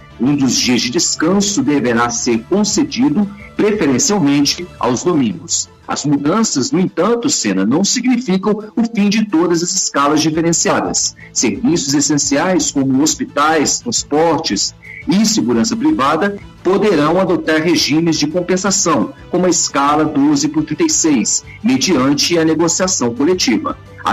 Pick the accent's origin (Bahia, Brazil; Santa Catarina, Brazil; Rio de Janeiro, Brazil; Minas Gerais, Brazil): Minas Gerais, Brazil; born or raised there; also born or lived in São Paulo